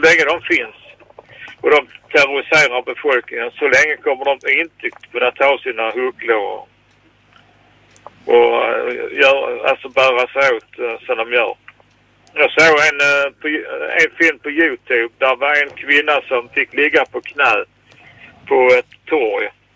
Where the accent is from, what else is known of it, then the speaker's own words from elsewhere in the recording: Sweden; born there; att vi är födda i Sverige, du och jag och alla andra.